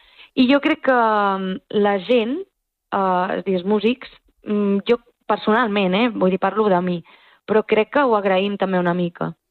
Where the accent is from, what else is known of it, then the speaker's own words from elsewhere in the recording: Menorca, Balearic Islands, Spain; moved away; Jo sóc de Menorca